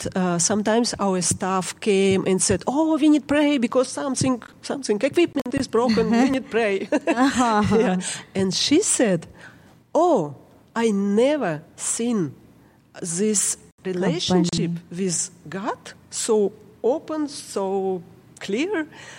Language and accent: English; Kyrgyzstan; English is a second language; moved away as an adult; now in United States; My accent, sorry. But now we are not in Kyrgyzstan. We live in US.